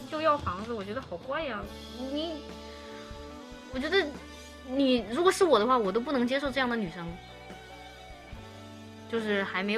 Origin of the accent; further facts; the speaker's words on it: Chongqing, China; accent: Chongqing accent; 我们重庆口音都差不多